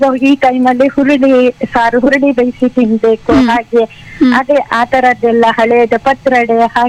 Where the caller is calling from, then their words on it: Sringeri, Karnataka, India; ನಾವು ಶೃಂಗೇರಿಯಿಂದ … ಮಾತಾಡ್ತಾ ಇರೋದು.